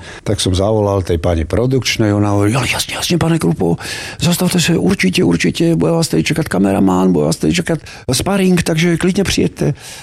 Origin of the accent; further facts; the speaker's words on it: Nové Mesto nad Váhom, Trenčín Region, Slovakia; moved away as an adult; also born or lived in central Slovakia / Bratislava / Trebišov; now in eastern Slovakia; narodil som sa na strednom Slovensku. Vyrastal som na západnom Slovensku, v Novom meste nad Váhom, v Trenčine. Študoval som v Bratislave. A potom som v 82. odišiel na vojnu do Trebišova.